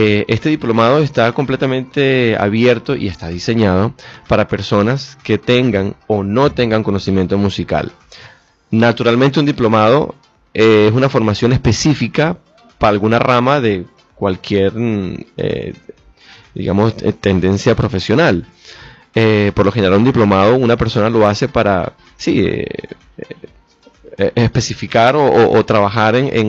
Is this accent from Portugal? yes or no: no; Venezuela; esos elementos son los que nos definen como venezolanos